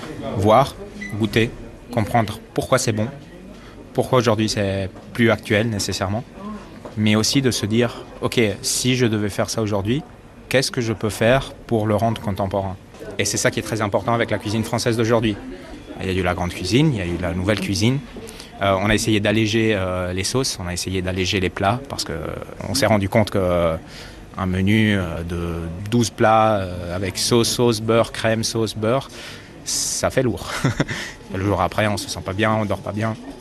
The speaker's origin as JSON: {"language": "French", "country": "Switzerland", "lives_now": "France", "said": "Je suis un étudiant à l'école Ducasse et je viens de Suisse."}